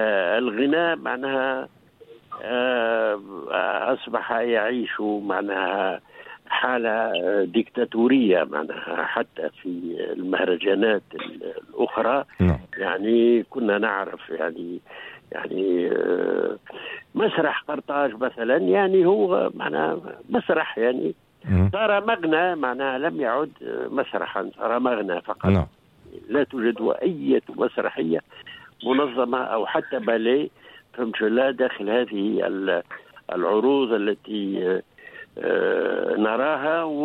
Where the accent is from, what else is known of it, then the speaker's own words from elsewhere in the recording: Tunisia; هنا عندنا في تونس